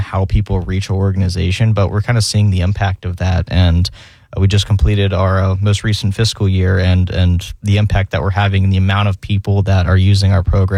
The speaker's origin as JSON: {"language": "English", "town": "Jacksonville", "region": "Florida", "country": "United States", "tie": "born or raised there", "said": "Well, and I'm born and raised in Jacksonville. This is my home. It's the home I've always known."}